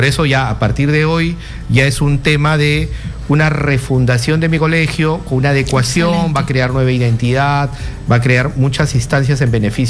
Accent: Peru; para que este niño más adelante no pueda tener este caries como muchos peruanos tenemos

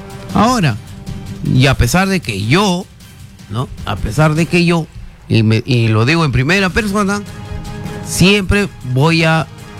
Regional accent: Peru

